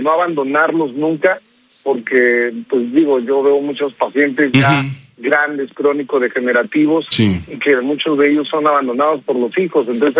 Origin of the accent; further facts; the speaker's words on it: Veracruz, Mexico; Yo soy de aquí, de Veracruz